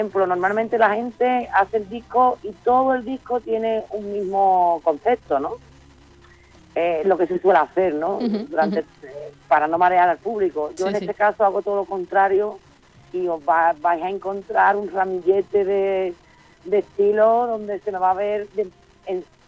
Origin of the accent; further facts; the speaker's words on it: Sanlúcar de Barrameda, Andalusia, Spain; Mi manera es flamenca, yo vengo de la tradición, soy de Sanlúcar de Barrameda...